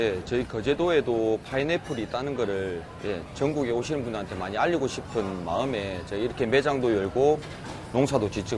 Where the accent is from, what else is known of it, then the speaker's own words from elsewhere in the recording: Geoje, South Gyeongsang, South Korea; moved away as an adult; 우리 고향이란 것도 있지만은